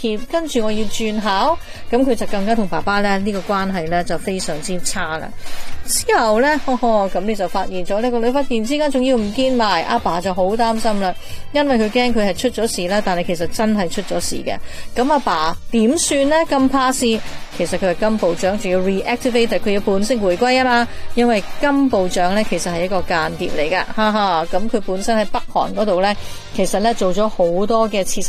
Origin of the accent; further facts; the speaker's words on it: Hong Kong; now in Toronto, Canada; 我哋香港人